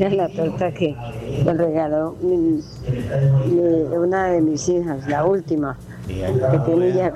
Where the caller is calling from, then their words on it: Cali, Valle del Cauca, Colombia; yo soy caleña